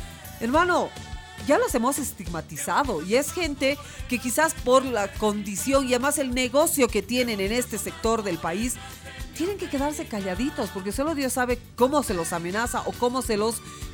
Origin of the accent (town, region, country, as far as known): Bolivia